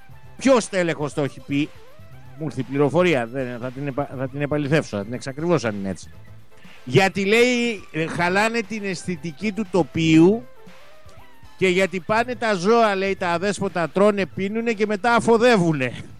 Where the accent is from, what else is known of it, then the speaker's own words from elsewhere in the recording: West Greece, Greece; Καλημέρα στην Αιτωλό Ακαρνανία, τη γενέτειρα, την πατρίδα μου, Αγρίνιο Μεσολόγγι.